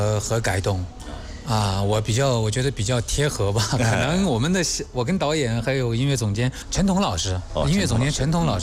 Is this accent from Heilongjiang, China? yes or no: no; Guizhou, China; 我是作为一个贵州人哈，能够去演唱，作为一个贵州的土生土长的一个歌手